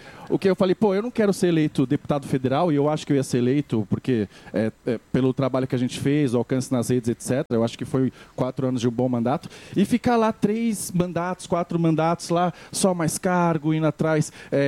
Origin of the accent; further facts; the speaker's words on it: São Paulo, Brazil; eu era da Zona Leste, cresci em Itaquera, e hoje moro num bairro bom